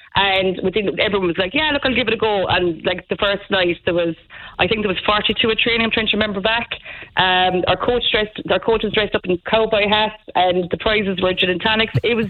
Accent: Munster, Ireland; now in West Cork, Ireland; I'm from Liz Gould originally. I'm living in West Cork

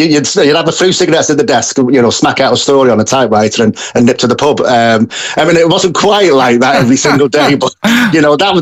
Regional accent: England, United Kingdom; moved away; That was the same growing up in England

